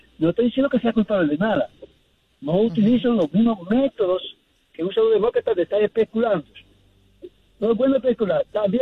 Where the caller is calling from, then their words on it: New York, United States; Queens, New York.